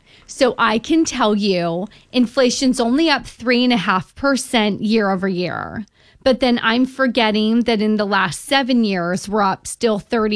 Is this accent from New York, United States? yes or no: yes; New York, United States; my hometown of New York.